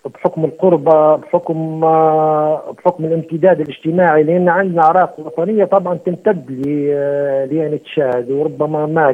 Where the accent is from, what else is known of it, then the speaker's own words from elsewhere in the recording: Libya; عندنا في الجنوب الليبي